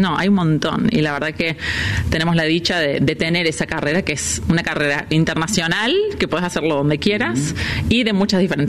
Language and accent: Spanish; Córdoba, Argentina; moved away as an adult; also born or lived in New York; now in Miami, United States; como cordobesa, creo que si me preguntás, me quedo yo con el micrófono